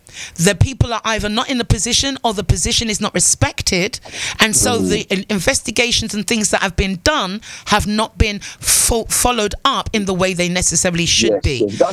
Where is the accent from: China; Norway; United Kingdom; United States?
United Kingdom; England; born there; now in Antigua and Barbuda; I was born in England. My family are from Antigua. I live in Antigua